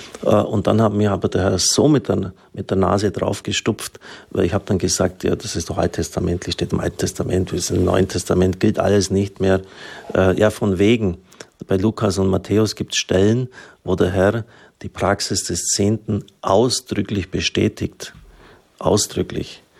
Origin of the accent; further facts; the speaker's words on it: Baden-Württemberg, Germany; Ich bin ein Schwabe.